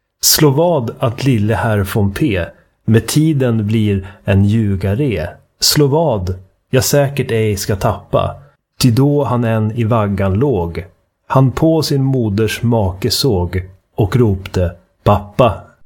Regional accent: Uppsala, Uppsala County, Sweden; born there; Det åt man alltid hemma i Uppsala.

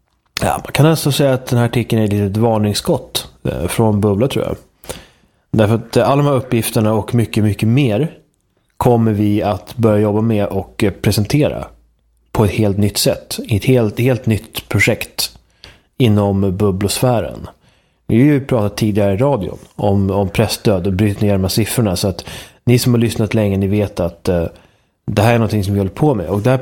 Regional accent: Sweden; det är väldigt roligt som svensk

